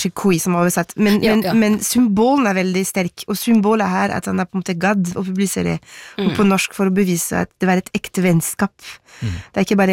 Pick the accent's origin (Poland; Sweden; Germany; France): France; Paris, Île-de-France; Norwegian is a second language; now in Norway; da jeg vokste opp i Paris, hvor jeg ble forklart at vi franskmenn 300 år siden, vi drepte kongen vår, vi.